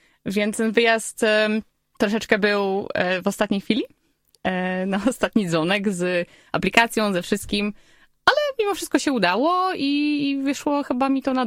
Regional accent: Warsaw, Masovian Voivodeship, Poland; ona z Lublina, ja z Warszawy, no i pojechałyśmy w tą podróż razem

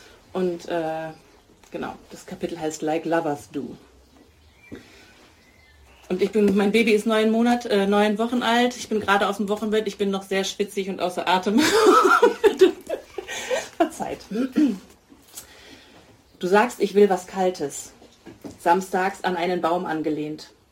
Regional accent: Munich, Bavaria, Germany; Ich komme aus München

